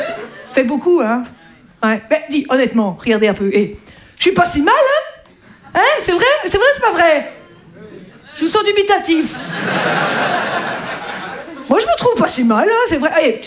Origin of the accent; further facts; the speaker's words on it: Belgium; Oui, je suis belge aussi. Oui. Je sais, c'est pas facile.